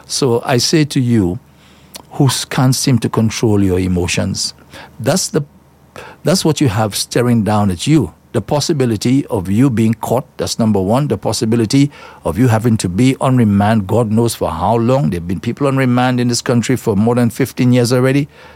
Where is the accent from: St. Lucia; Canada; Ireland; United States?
St. Lucia; La Clery, Castries; La Clary, that's my hometown. I feel I say my home community, La Clary.